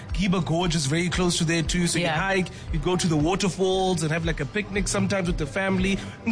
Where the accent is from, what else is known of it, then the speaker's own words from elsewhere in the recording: Hillcrest, KwaZulu-Natal, South Africa; I grew up in Hillcrest once again. There's a lot of like forests and nature reserves. There's a nature reserve literally 2 kilometers away.